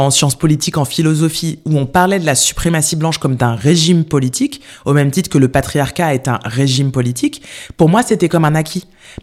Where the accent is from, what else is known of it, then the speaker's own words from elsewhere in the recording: France; je suis une noire, mais je suis une noire de l'Hexagone. je suis pas une noire de Martinique.